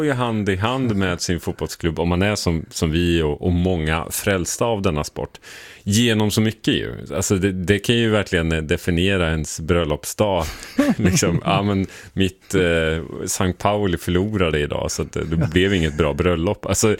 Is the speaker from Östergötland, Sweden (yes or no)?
yes; Norrköping, Östergötland, Sweden; jag växte upp i Norrköping